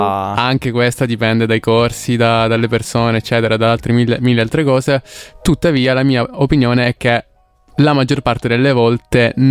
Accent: Sicily, Italy; moved away; perché sono siciliano

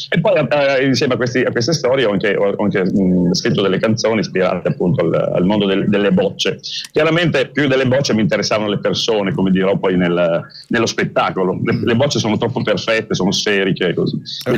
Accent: Piedmont, Italy; fuori onda non sono molto credibile come cantastorie piemontese in questo momento

